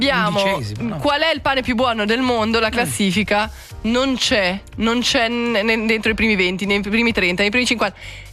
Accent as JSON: {"language": "Italian", "country": "Switzerland", "said": "sono svizzero"}